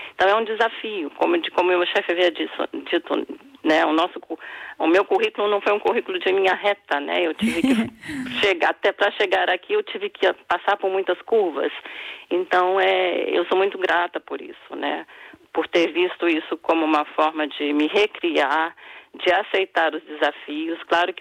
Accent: Brazil; Nós temos na equipe colegas, né, que são da Turquia, colegas alemãs, eu sou brasileira, né

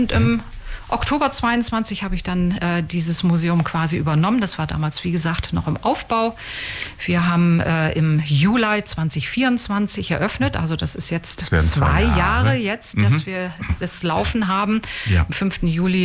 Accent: Bremen, Germany; moved away as an adult; also born or lived in Soest, Germany / Münster, Germany; now in Ulm, Germany; Ulmerin, beziehungsweise rundum Ulmerin. Gebürtig komme ich aus Westfalen. In Soest, in der wunderschönen Hansestadt Soest, bin ich geboren worden, aber aufgewachsen in Bremen. Ich habe dann für mein Studium wieder ins Westfälische gewechselt, habe in Münster studiert

